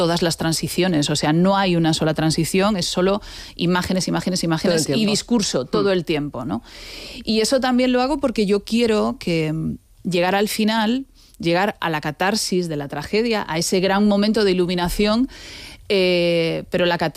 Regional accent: A Coruña, Galicia, Spain; Soy gallega digámoslo, soy gallega. Gallega de A Coruña.

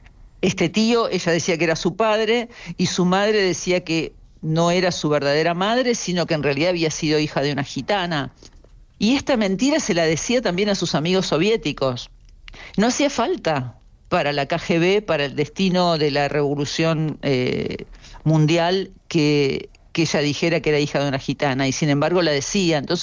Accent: Argentina; also born or lived in Uruguay; yo soy argentina

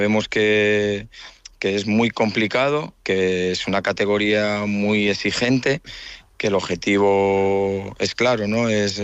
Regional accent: Santander, Cantabria, Spain

